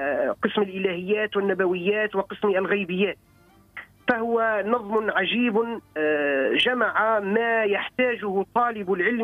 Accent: Sfax, Sfax Governorate, Tunisia; من مدينة صفاقس ومن كامل ربوع بلادنا تونس الطيبة.

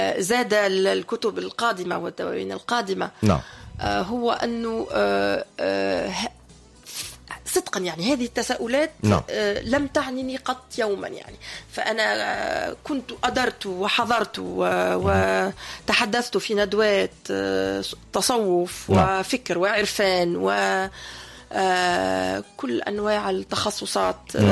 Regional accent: Tunisia; كانوا يقولوا هذه فلسطينية في تونس، مش كانوا ما كانوش يتصوروا لأني تونسية

